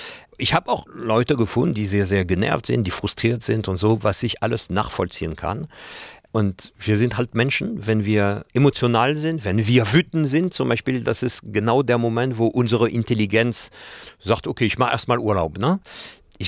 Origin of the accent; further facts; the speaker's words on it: France; German is a second language; moved away as an adult; now in Hamburg, Germany; Brauchte ich auch nicht als Franzose.